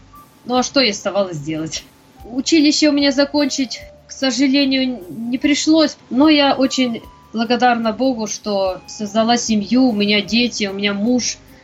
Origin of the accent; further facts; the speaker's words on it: Khabarovsk, Khabarovsk Krai, Russia; also born or lived in Petropavlovsk-Kamchatsky; Я с Дальнего Востока, я родилась в Петропавловске-Камчатском. До 7 лет жила на Камчатке, потом, значит, возник вопрос, чтобы меня определить в спецшколу для слепых и слабовидящих.